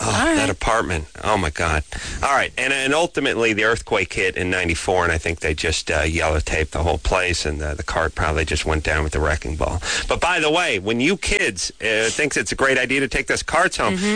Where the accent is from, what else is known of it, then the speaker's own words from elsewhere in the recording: Los Angeles, California, United States; I grew up in the valley.